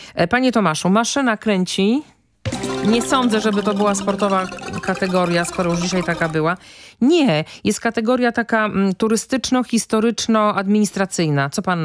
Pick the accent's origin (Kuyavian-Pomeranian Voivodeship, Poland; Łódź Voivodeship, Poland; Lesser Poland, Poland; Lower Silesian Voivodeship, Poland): Lower Silesian Voivodeship, Poland; Wrocław; moved away; Moje rodzinne miasto.